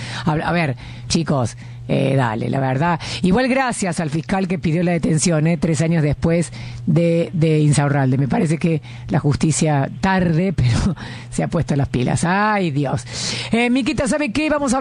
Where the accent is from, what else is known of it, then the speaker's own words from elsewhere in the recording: Argentina; Somos argentinos